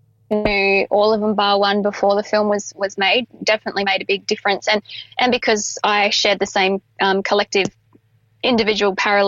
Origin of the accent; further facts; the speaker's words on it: Perth, Western Australia, Australia; I'm from Perth originally, so it was really important for me to bring that story home